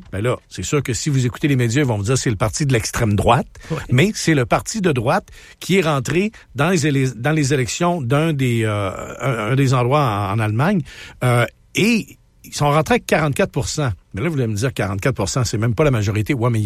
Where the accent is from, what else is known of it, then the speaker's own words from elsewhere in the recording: Canada; now in United States; Moi, les seuls gens qui m'en parlent, c'est ceux qui savent que je suis Canadien